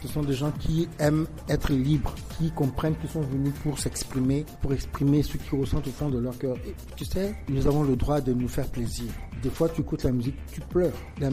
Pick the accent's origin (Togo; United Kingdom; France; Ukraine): Togo; Tout d'abord, en tant que Togolais, en tant qu'Africain, dans le reggae, je retrouve une racine africaine indéniable.